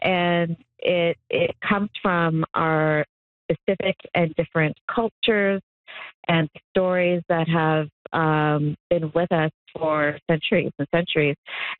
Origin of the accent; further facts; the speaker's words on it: Canada; growing up as a kid about my own history as a Nigerian, as an African-Canadian, because it simply wasn't taught in the curriculum.